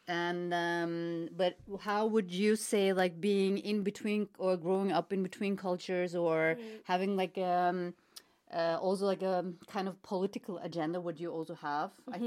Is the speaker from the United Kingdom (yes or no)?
no; Canada; also born or lived in Austria; there's like being like Kurdish and growing up in Canada, in Austria.